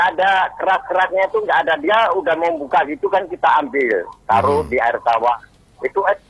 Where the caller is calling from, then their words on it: Pangkalan Brandan, North Sumatra, Indonesia; daerahku kan kotanya itu pinggir laut juga Bang Adi, Pangkalan Berandan